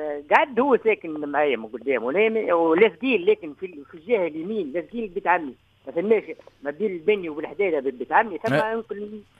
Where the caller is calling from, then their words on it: Bou Hajla, Kairouan Governorate, Tunisia; من قروان بوحجله بالضبط.